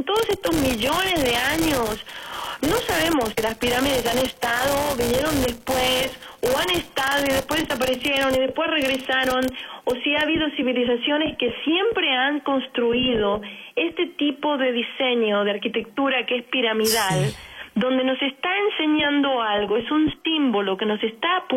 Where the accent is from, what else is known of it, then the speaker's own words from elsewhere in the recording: Argentina; yo soy de Argentina